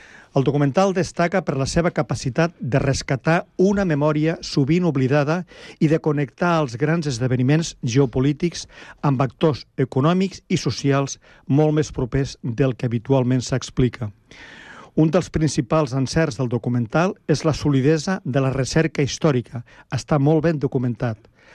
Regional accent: Flix, Catalonia, Spain; i jo sóc de Flix, i quan he sentit això m'ha quedat una mica de pasta de moniato

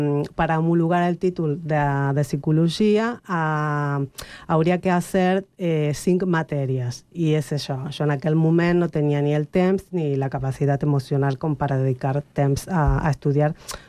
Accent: Argentina; now in Spain; I quan jo vaig créixer allà, en realitat sóc espanyola, a l'Argentina, bueno, sóc espanyola de paper.

